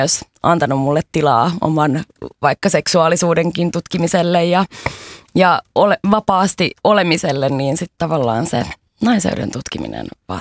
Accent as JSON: {"language": "Finnish", "town": "Helsinki", "region": "Uusimaa", "country": "Finland", "tie": "born or raised there", "said": "mistä mä oon kotoisin, mä oon Sinipohjois-Helsingistä"}